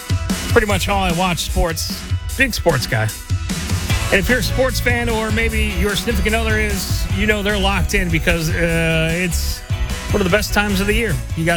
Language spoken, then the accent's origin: English; Chicago, Illinois, United States; now in Kansas City, United States; I grew up in Chicago in the 90s